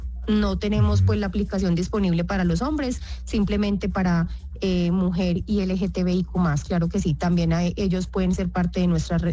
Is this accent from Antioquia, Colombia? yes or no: yes; Medellín, Antioquia, Colombia; Yo soy de Medellín. Yo soy de Medellín, pero al empezar el recorrido por los diferentes municipios de Antioquia, empezamos en La Ceja.